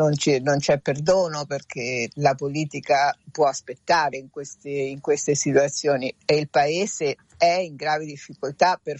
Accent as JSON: {"language": "Italian", "country": "Venezuela"}